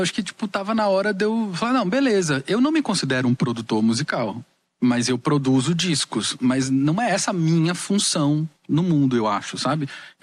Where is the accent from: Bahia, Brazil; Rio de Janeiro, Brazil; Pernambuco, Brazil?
Bahia, Brazil; accent: Bahian; os meus amigos falam que eu tô perdendo o sotaque de baiano, eu fico triste e volto pra cá arrastando mais.